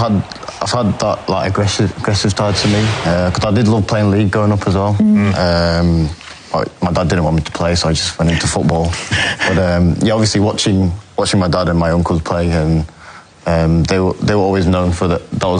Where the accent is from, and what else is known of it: England, United Kingdom; born or raised there